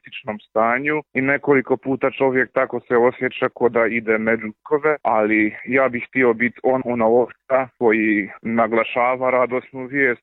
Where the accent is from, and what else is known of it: Hungary